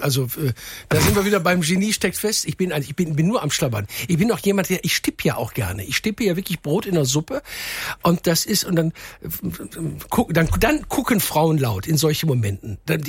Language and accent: German; Duisburg, North Rhine-Westphalia, Germany; ich komme ja aus Duisburg